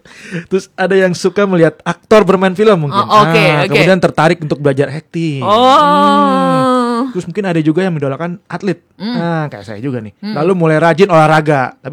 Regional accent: Java, Indonesia; Aku sebenarnya orang Jawa sih sebenarnya.

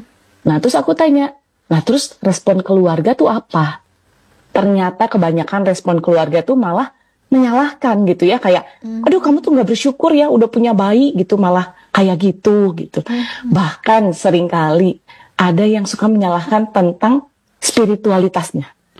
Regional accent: Bandung, West Java, Indonesia; Iya, aku dari Bandung.

